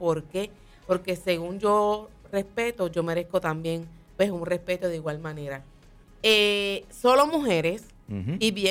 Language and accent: Spanish; Fajardo, Puerto Rico; yo soy de Fajardo. O sea, Fajardo viene siendo la esquina, ¿sabes? La esquina quizás.